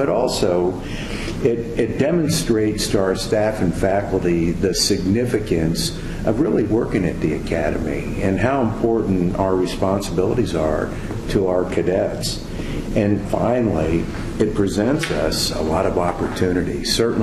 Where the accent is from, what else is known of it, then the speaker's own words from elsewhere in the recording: Mexico, Missouri, United States; I come from Mexico, Missouri